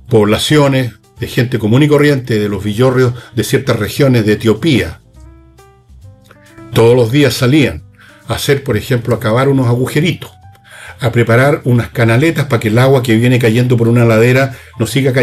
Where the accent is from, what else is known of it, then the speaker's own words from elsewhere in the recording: Chile; Yo soy un chileno común y corriente que veo lo que ha sucedido en este país